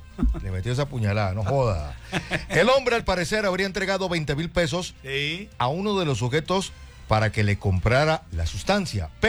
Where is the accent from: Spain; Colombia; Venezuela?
Colombia; Santander; No, no, no, es que yo digo la verdad de frente, papi, como todo santandereano.